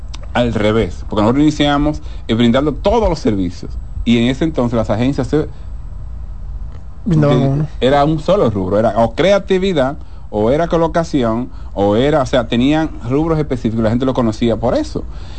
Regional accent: Constanza, La Vega, Dominican Republic; Como decía, yo vine de Constanza

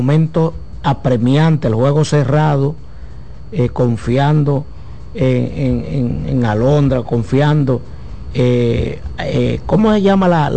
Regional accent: Dominican Republic; yo soy dominicano.

